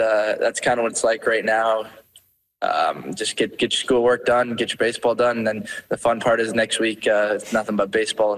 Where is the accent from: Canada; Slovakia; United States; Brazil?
Canada; obviously being a Canadian kid, the Blue Jays is always at the top of the list